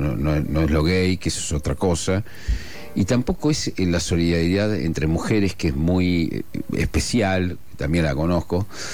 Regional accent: Argentina; born there; first language Asturian

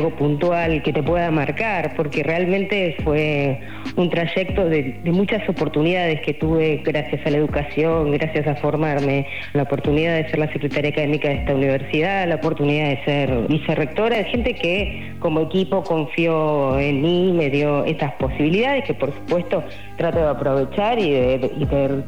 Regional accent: Tandil, Buenos Aires Province, Argentina; born there; moved away as an adult; Nací en Tandil, me fui a vivir a Buenos Aires para estudiar y estudié Derecho.

